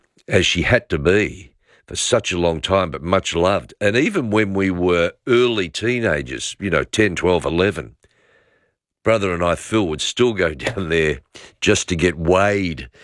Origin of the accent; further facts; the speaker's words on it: Glen Iris, Victoria, Australia; I'm thinking about the health centre we had on High Street in between Lower Glen Iris and Ashburton. Was there for all my life as a young person in Glen Iris.